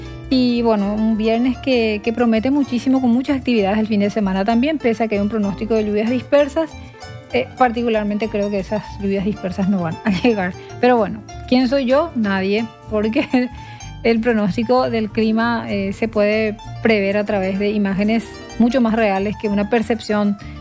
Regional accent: Paraguay

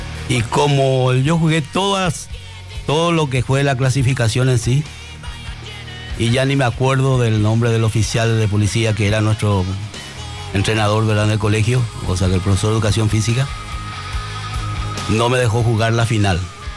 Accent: Quiquió, Paraguarí, Paraguay; Yo soy de Quiquío.

